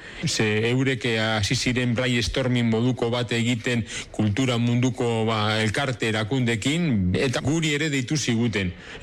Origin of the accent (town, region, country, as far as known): Bilbao, Basque Country, Spain; born there; now in Durango, Spain